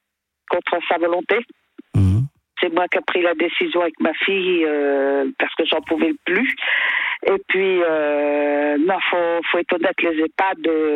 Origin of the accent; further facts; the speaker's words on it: Normandy, France; also born or lived in Île-de-France; Je travaillais en région parisienne et puis j'ai vendu, puis je suis revenue en Normandie puisque je suis normande.